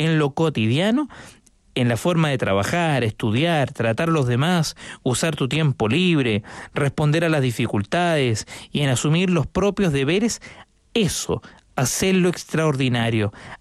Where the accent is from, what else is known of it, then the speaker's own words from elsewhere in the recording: Valparaíso, Chile; Le mando un saludo grande ya a la zona de Valparaíso, desde allá, porque yo soy desde allá, soy párroco del Cerro Playa Ancha, allá en la parroquia Nuestra Señora de la Medalla Milagrosa.